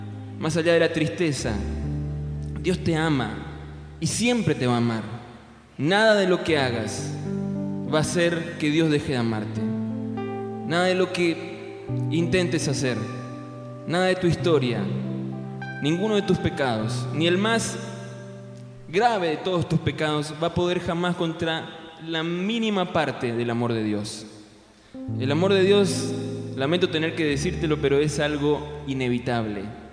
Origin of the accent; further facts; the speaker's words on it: Argentina; moved away; Tengo un amigo sacerdote en mi tierra, en la Argentina